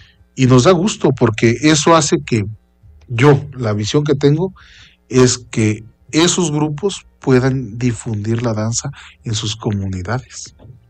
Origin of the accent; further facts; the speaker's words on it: Acatlán de Osorio, Puebla, Mexico; soy acateco, soy de Acatlán.